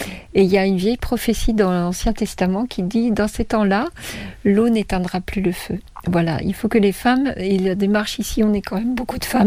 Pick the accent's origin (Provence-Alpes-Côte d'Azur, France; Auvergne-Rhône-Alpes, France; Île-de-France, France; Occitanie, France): Île-de-France, France; Paris; born there; Moi, je suis née à Paris, donc si j'ai fait tout ce que j'ai fait en étant née à Paris, je pense que tout le monde peut le faire.